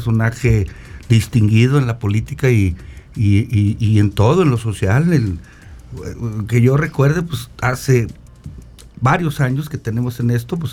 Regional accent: San Luis Potosí, Mexico; somos de San Luis, nos interesa el bienestar de San Luis.

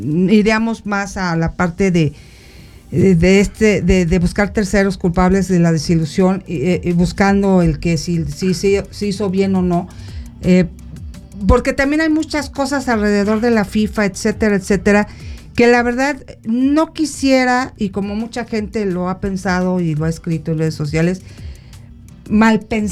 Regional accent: Mexico; nos tiene que dar este partido como mexicanos

